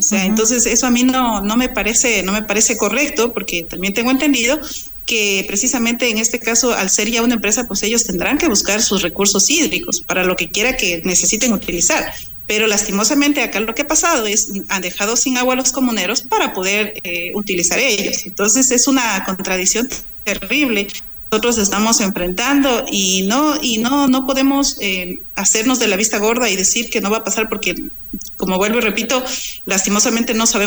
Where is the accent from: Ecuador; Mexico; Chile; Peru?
Ecuador; Pichincha; nosotros también somos de MQ, ¿no? Nosotros estamos dentro del Distrito Metropolitano de Quito. O sea, el hecho de que seamos una zona rural, eso no significa que no seamos parte de.